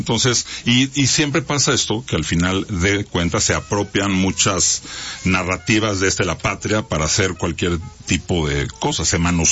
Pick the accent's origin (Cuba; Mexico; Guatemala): Mexico